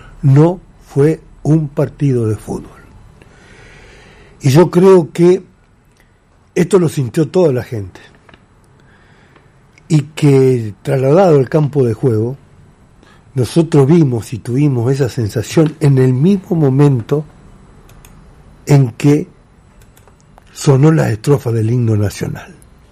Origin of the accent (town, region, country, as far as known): Argentina